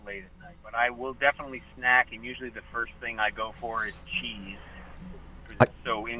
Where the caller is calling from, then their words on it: San Luis Obispo, California, United States; I'm calling from San Luis Obispo, California.